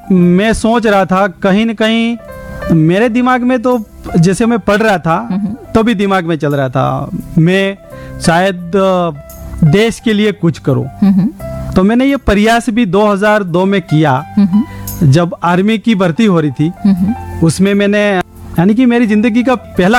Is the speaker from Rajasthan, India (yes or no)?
yes; Sundrav, Rajasthan, India; ग्रामीण क्षेत्र में ही रहने वाले हैं पूरा परिवार, और मेरा जन्म ही वही सुंदराव में ही हुआ है।